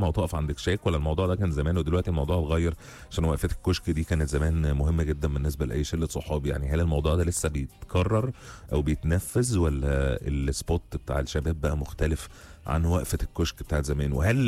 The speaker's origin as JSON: {"language": "Arabic", "town": "Cairo", "region": "Cairo Governorate", "country": "Egypt", "said": "بس الاكشاك اللي موجودة عندنا في القاهرة يبدو كده ان هي هتبقى ليها شكل موحد"}